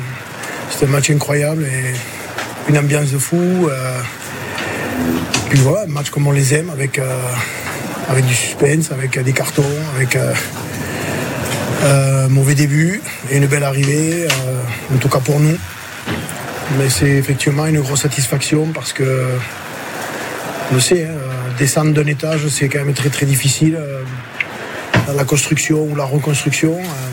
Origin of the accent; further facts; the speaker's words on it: Occitanie, France; chez nous en Catalogne.